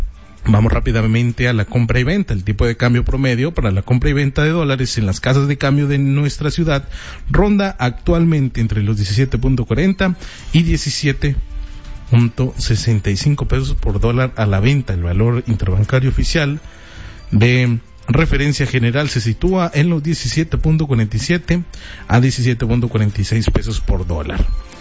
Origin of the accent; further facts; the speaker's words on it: Mexico; muchos somos pues originarios de México, de Latinoamérica